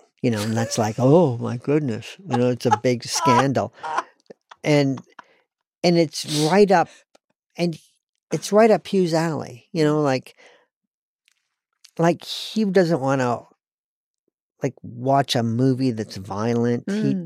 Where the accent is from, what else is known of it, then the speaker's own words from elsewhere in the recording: North Carolina, United States; also born or lived in Western New York State; now in England; But I grew up in North Carolina. But my family moved from Western New York State when I was in second grade.